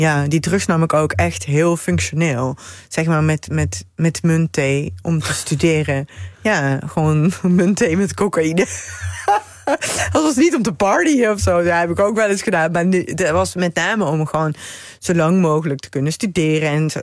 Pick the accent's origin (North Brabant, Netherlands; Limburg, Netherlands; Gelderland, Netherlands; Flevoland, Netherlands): Limburg, Netherlands